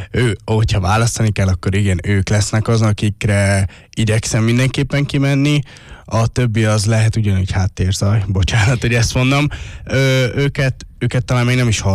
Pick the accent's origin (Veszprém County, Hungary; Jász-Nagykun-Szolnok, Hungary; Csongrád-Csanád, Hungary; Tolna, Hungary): Tolna, Hungary; Paks; paksiak vagyunk, mindenki ismer mindenkit